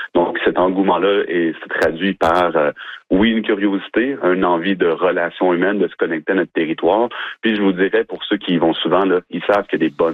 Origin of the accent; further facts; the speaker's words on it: Trois-Rivières, Quebec, Canada; moi, je suis natif de Trois-Rivières